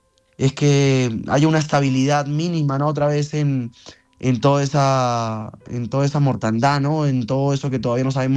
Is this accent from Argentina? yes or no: no; Venezuela; now in Peru